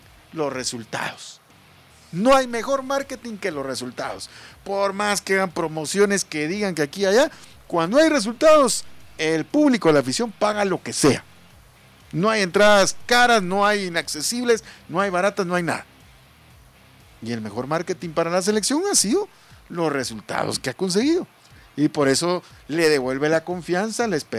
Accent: Guatemala; así somos los guatemaltecos

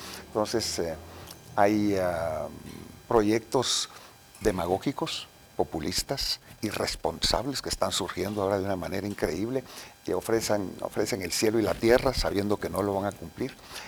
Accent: Guatemala; yo no soy gringo, yo soy guatemalteco.

